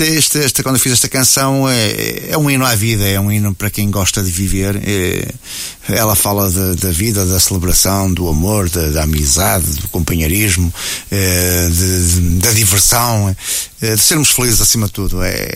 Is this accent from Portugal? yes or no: yes; Porto, Norte, Portugal; born there; E eu nasci aqui, como estávamos a falar, saiu-me aqui do peito, porque fala da minha cidade natal, onde eu nasci, e onde eu tenho um carinho enorme para aquela cidade.